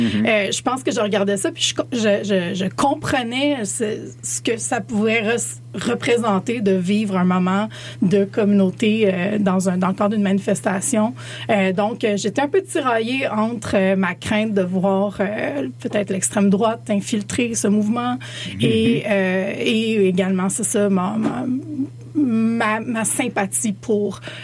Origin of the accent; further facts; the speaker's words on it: Montreal, Quebec, Canada; Ben, tu sais, je suis de Montréal, hein.